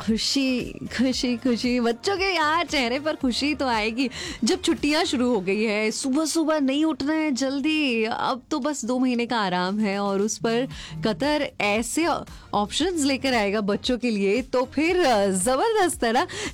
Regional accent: Mumbai, Maharashtra, India; क्योंकि मैं मुंबई से बिलोंग करती हूँ.

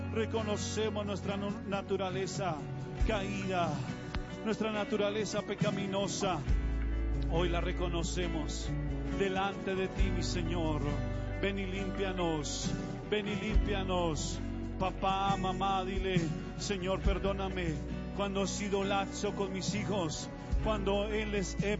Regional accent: Colombia; Hoy reconocemos que como colombianos hemos pecado, hemos fallado, hemos, Señor, hemos hecho lo malo delante de ti.

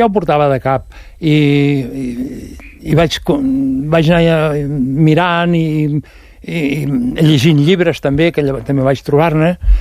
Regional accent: Mas Rampinyo, Catalonia, Spain; perquè soc de Marrampinyo, sabeu on és? Montcada Reixac, entre Montcada Reixac i la Llagosta hi ha Marrampinyo. Bueno, que tots eren pagesos abans

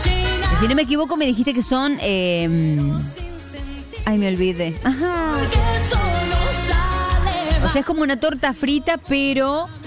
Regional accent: Córdoba, Argentina; como decimos acá los cordobeses

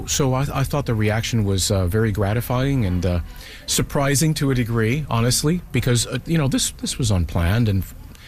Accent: Puerto Rico; moved away; I'm Puerto Rican, and I grew up in Puerto Rico. Hurricanes and tropical cyclones were a part of my upbringing down there.

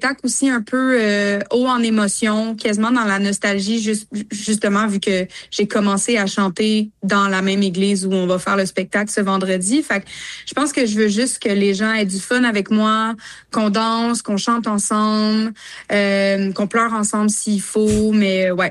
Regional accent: Lavaltrie, Quebec, Canada; moi, je suis originaire de La Valterie.

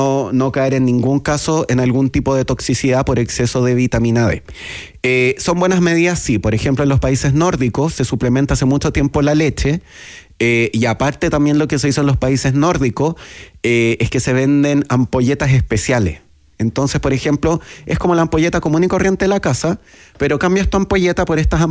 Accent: Chile; nosotros sabemos que en Chile somos un país reyes de los problemas de salud mental.

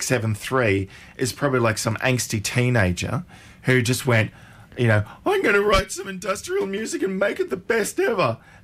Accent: Brisbane, Queensland, Australia; I grew up in Fairweather Street in Brisbane

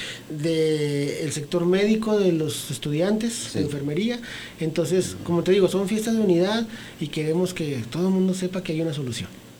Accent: Ciudad Juárez, Chihuahua, Mexico; Yo soy de aquí de Ciudad Juárez y yo no sabía o no me acordaba que en El Paseo hay un teatro.

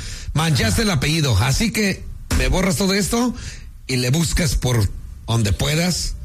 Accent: Las Guacamayas, Michoacán, Mexico; De puro las guacamayas, Michoacán.

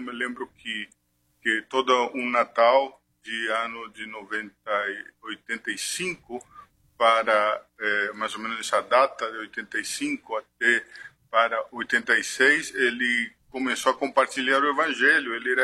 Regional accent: Resistencia, Chaco, Argentina; Nasci na Argentina no ano de 1970 e vivi todo esse tempo no norte, numa cidade que se chama Resistência, a capital de um estado do norte, nordeste da Argentina, né?

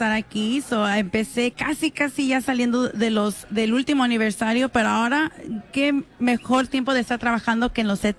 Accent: Long Beach, California, United States; now in Santa Ana, United States; Tengo como 6 años viviendo en Santa Ana, pero soy del Long Beach originalmente. Ahí es donde fui.

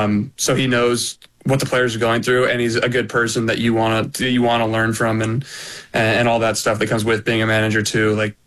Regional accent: California, United States; moved away; I come from California, so I had no idea what to expect or anything like

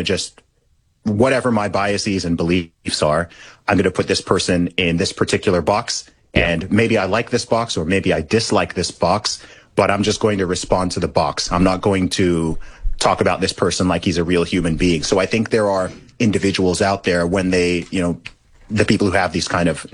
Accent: United Kingdom; certainly as a Brit, many people in the UK kind of think of Canada as the nicer, friendlier, less crazy version of America.

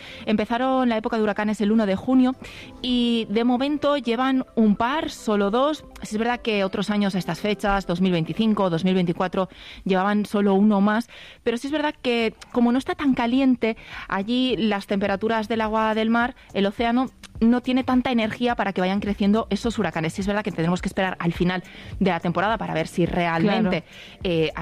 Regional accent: Lleida, Catalonia, Spain; En cambio, como yo soy de Lleida, allí con 40 grados a la sombra, es lo que, con lo que me he criado

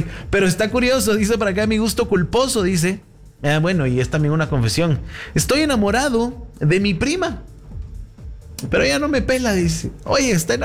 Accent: Guatemala; Así somos los guatemaltecos, hombre. Nos gusta la masa con masa, ¿no? El maíz con maíz.

